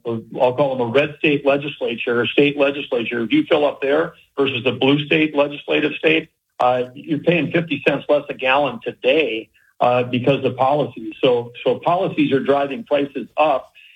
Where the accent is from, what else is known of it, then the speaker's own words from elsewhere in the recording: North Dakota, United States; And now they produce one tenth of what gets produced out of my home state of North Dakota.